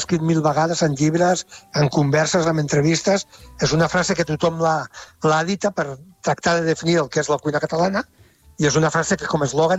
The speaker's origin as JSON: {"language": "Catalan", "region": "Catalonia", "country": "Spain", "said": "o sigui, la manera com som catalans."}